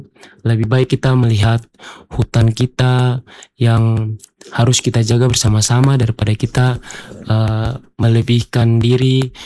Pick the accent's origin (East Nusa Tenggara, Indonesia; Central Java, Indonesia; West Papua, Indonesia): West Papua, Indonesia; Manokwari; Saya dari Manokwari